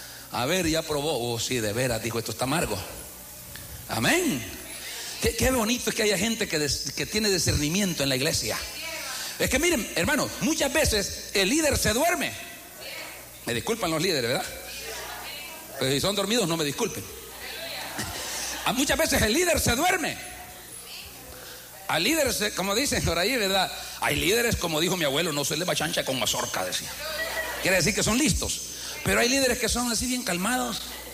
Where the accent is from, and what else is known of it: La Unión, El Salvador